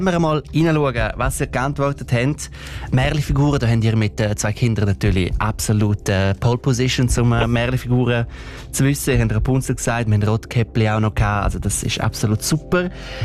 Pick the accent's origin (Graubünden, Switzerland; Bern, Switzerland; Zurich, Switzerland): Graubünden, Switzerland; Als Bündner Oberländer kann ich